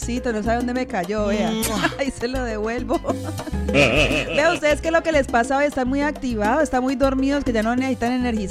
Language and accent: Spanish; Cali, Valle del Cauca, Colombia; moved away